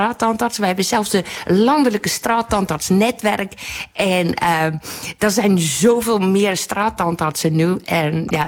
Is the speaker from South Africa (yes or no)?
yes; South Africa; now in Netherlands; Nou, ik kom natuurlijk uit Zuid-Afrika.